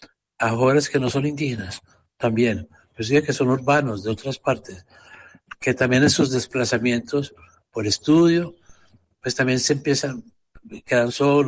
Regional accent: Medellín, Antioquia, Colombia; Yo soy de Medellín, Antioquia.

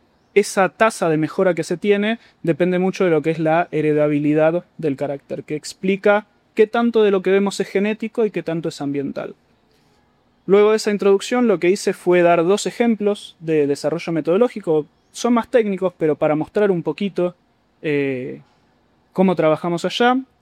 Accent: Argentina; moved away as an adult; now in United States; Soy originariamente de Argentina.

